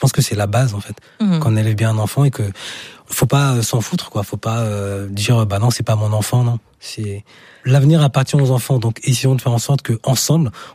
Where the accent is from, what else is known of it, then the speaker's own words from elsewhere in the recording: Senegal; first language Diakhanke; French is a second language; Non, normal, c'est ma langue maternelle, parce qu'au Sénégal, c'est le Wolof.